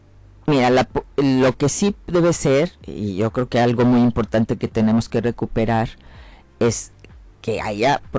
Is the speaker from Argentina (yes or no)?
no; Mexico; nos han dividido como mexicanos